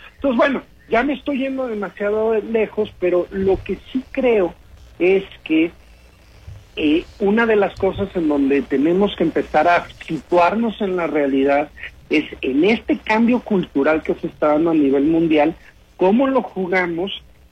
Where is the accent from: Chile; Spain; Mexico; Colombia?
Mexico; los principales responsables de la falta de crecimiento de México somos los propios mexicanos